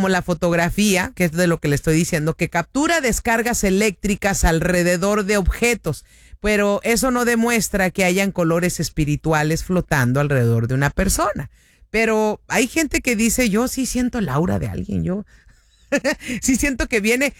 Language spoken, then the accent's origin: Spanish; Cuernavaca, Morelos, Mexico; Yo soy de Cuernavaca, compa Lupe.